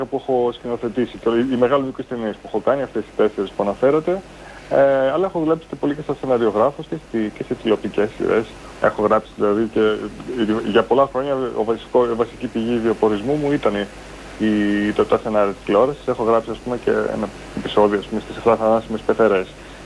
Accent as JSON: {"language": "Greek", "town": "Athens", "region": "Attica", "country": "Greece", "tie": "born or raised there", "said": "Εγώ στην Αθήνα μεγάλωσα, Αθηναίος δηλαδή ξέρω ότι είναι. Παρ' όλα αυτά οι παππούδες είναι από διαφορετικά μέρη της Ελλάδας."}